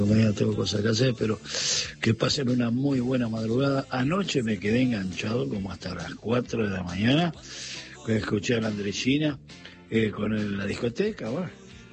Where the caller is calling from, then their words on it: Punta Alta, Buenos Aires Province, Argentina; Punta Alta, Provincia de Buenos Aires … desde Punta Alta, sur de Provincia de Buenos Aires